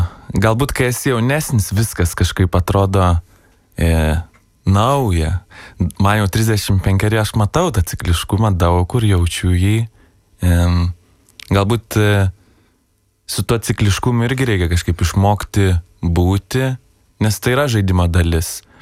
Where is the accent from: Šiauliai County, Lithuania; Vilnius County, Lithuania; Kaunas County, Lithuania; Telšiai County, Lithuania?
Telšiai County, Lithuania; Plungė; mes abudu esam iš Plungės miesto